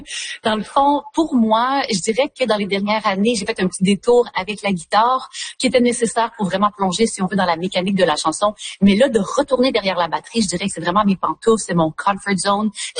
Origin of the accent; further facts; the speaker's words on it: Quebec, Canada; moved away as an adult; also born or lived in Yukon; je mets beaucoup en valeur finalement mes racines, puis le Québec, puis de où je viens, puis cette dualité géographique, donc aussi culturelle, identitaire, qui m'habite, qui m'a toujours habité finalement depuis que je suis partie du Québec en 2007